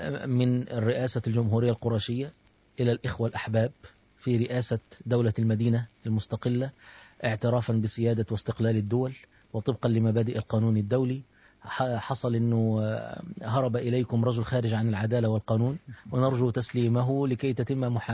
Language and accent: Arabic; Egypt; احنا عندنا في مصر قانوني مشهور جدا اسمه السنهوري باشا